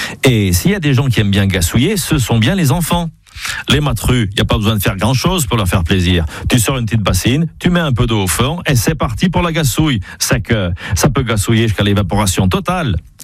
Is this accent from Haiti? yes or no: no; Auvergne-Rhône-Alpes, France; accent: Parler Gaga; Chez nous, dans le Parler Gaga, on a des termes pour tout.